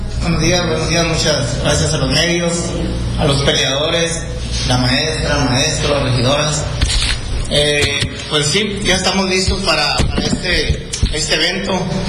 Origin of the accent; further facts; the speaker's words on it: Puerto Peñasco, Sonora, Mexico; Nos acompañe, pues, hola, soy de Puerto Peñasco, en el Centro de Convenciones.